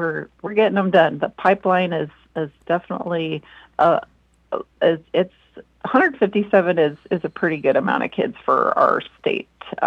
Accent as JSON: {"language": "English", "town": "Beatrice", "region": "Nebraska", "country": "United States", "tie": "born or raised there", "moved": "yes", "said": "my hometown of Beatrice"}